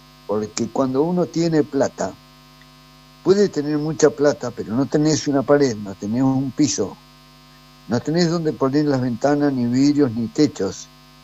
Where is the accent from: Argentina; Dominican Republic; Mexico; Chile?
Argentina; Que reaccione mi Argentina.